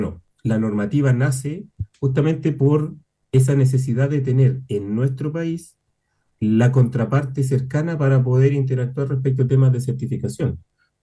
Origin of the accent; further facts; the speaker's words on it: Santiago, Santiago Metropolitan Region, Chile; Yo soy de Santiago.